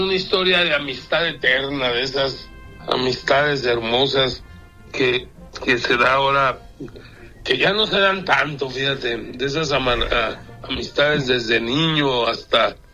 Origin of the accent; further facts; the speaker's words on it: Sonora, Mexico; yo no soy mexicano, yo soy sonorense.